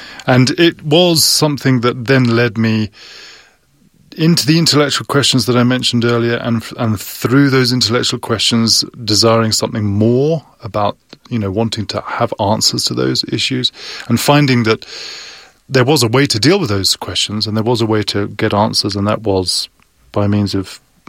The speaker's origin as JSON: {"language": "English", "region": "London", "country": "United Kingdom", "tie": "born or raised there", "said": "And I grew up a Baptist in England, in the Greater London area. My mother used to take us to church every week."}